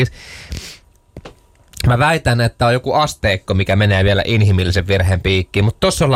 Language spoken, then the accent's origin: Finnish; Kirkkonummi, Uusimaa, Finland; Kirkkonummella itse asiassa vieläpä kylässä, mistä olen kotoisin